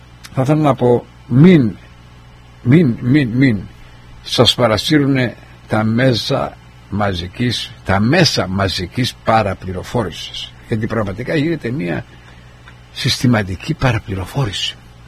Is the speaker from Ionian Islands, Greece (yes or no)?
yes; Argostoli, Ionian Islands, Greece; εγώ είμαι και πάρα πολύ χαρούμενος που είμαι Κεφαλονίτης, Αργοστολιώτης